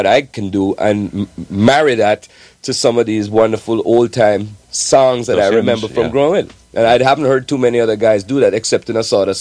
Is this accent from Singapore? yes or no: no; Jamaica; You see, I grew up in Jamaica.